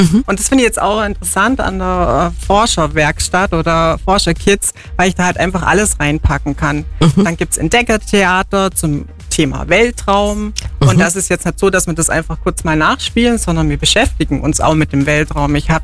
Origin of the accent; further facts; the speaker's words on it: Allgäu, Germany; weil ich war auch eine Allgäuerin eben